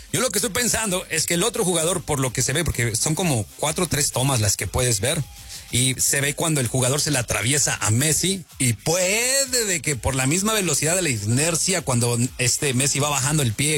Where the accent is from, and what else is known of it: Mexico